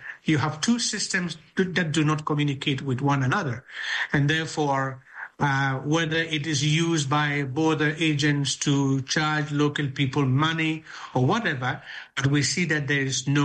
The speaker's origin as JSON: {"language": "English", "town": "Bawku", "region": "Upper East", "country": "Ghana", "tie": "born there", "said": "I myself am a Ghanaian and I'm born in the northern part of Ghana. I come from Boku"}